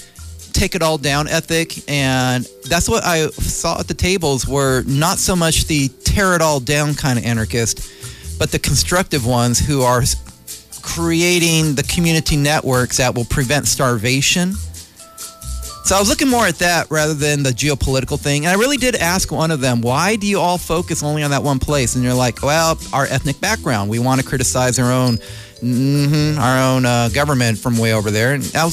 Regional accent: El Salvador; now in United States; as an El Salvadorian, I really don't like the authoritarianism of my home country.

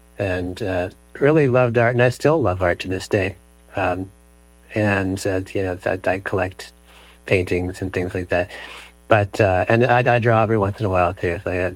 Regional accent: Atlanta, Georgia, United States; I'm from Atlanta originally in Georgia.

